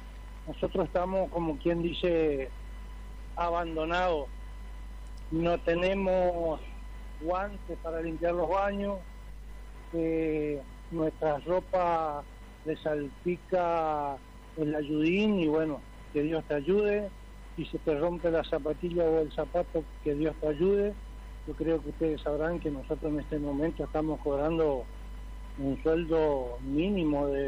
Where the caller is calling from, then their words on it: Colonia Benítez, Chaco, Argentina; yo soy de Colonia Benítez.